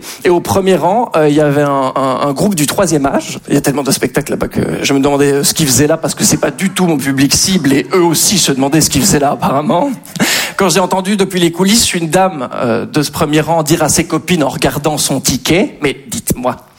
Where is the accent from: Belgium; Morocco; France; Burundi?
Belgium; Je suis belge.